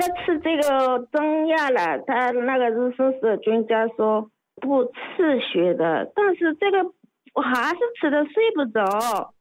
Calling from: Shaoxing, Zhejiang, China; 我是绍兴人。

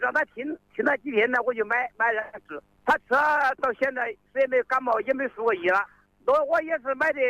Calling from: Zhongxiang, Hubei, China; 我是中乡石牌镇北湖城的

